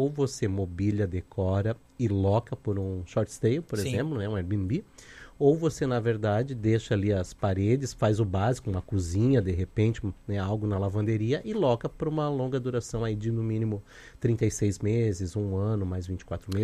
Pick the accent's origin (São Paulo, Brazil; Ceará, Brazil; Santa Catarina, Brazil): Santa Catarina, Brazil; Barra Velha; eu fui criado em Barra Velha, minha infância toda